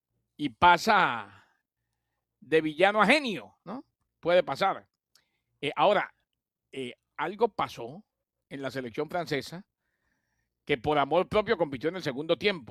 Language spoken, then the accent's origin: Spanish; Colombia; resultado de recocha, decimos en Colombia.